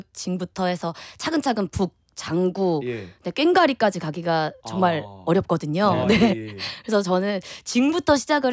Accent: Anyang, Gyeonggi Province, South Korea; 또 경기 제가 안양 출신이거든요.

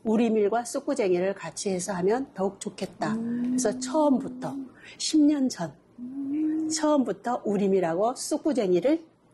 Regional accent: Haenam, South Jeolla, South Korea; also born or lived in Gwangju / Cheongju; now in Gurye, South Korea; 원래는 저는 해남이고

